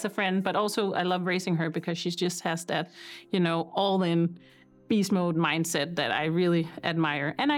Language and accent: English; Copenhagen, Capital Region of Denmark, Denmark; English is a second language; I am 33 years old and I am from Copenhagen, Denmark.